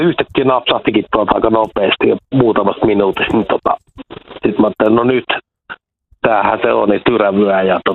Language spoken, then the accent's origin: Finnish; Lahti, Päijänne Tavastia, Finland; moved away as an adult; now in Korja, Kouvola, Finland; En, mä oon Lahdesta kotosi, että 2003 muutin tänne Kouvolaan ja kiersin koko Kouvolaan ympäri ja sitten asetuttiin perheen kanssa tähän Korjalle 2016.